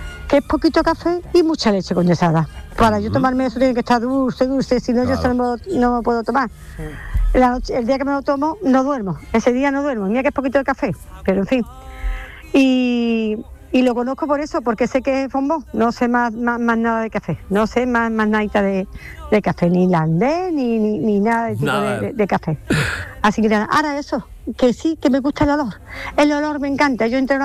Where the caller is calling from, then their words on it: Carmona, Andalusia, Spain; de Carmona.